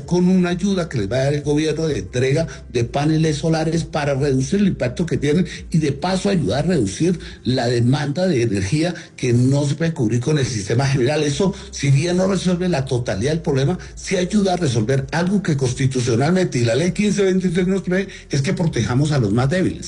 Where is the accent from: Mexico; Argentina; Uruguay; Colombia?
Colombia; Allí tenemos nosotros, es que como colombianos, hacer una veeduría